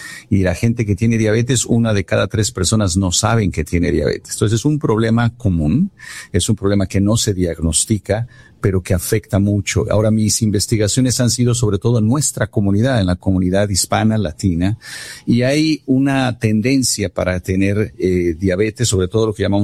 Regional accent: Mexico; Hugo Sánchez nació en el barrio donde yo crecí en México

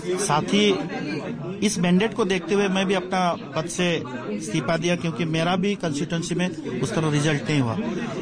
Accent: West Bengal, India; मैं जो इलाका से बिलोंग करता हूँ, एकदम बॉर्डर इलाका है, साम लगवा इलाका है, नियरेस्ट भूटान इलाका है

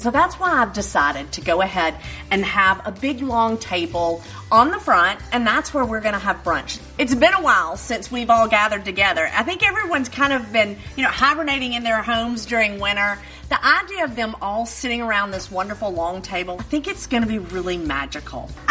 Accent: Oxford, Mississippi, United States; invited to join … for an outdoor brunch in my hometown, Oxford, Mississippi.

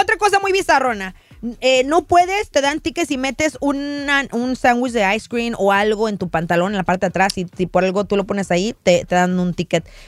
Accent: Rosarito, Baja California, Mexico; now in United States; allá de donde yo soy, allá en Rosarito

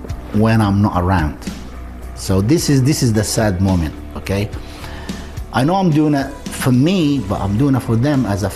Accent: Libya; moved away; also born or lived in England / Qatar; I'm really from Libya, and then I moved to UK in England

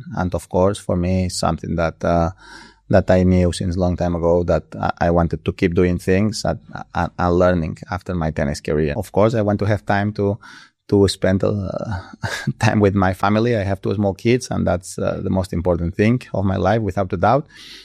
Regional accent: Mallorca, Balearic Islands, Spain; we are from Mallorca. We are a small island. Well, not that small, but and we are from a village now.

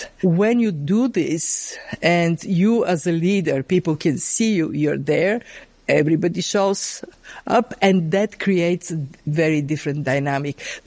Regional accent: Bulgaria; I grew up in Bulgaria on the other side of the Iron Curtain. My mother lost all her savings because of hyperinflation.

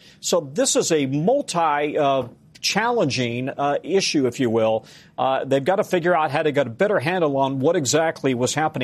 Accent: Denver, Colorado, United States; I'm from Denver.

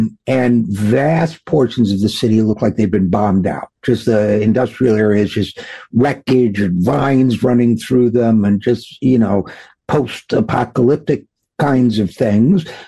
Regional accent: Utica, New York, United States; Very similar to my hometown of Utica, New York, which when I was growing up there had a population, I think, about 120,000, lost some textile mills.

